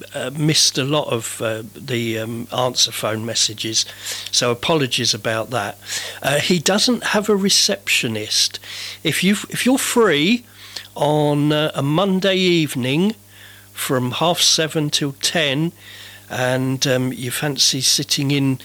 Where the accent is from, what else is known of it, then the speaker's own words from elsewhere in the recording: Benfleet, East of England, United Kingdom; moved away; also born or lived in Canvey Island; I'm from Benfleet in Essex originally, then Canvey Island.